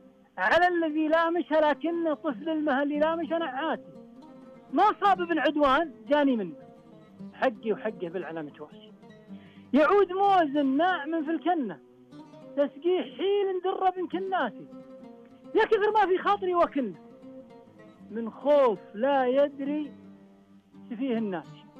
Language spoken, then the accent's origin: Arabic; Saudi Arabia; رحمة لنا جميعا كسعوديين.